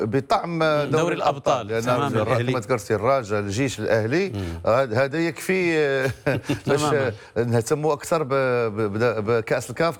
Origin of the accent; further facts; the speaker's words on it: Morocco; احنا كمغاربة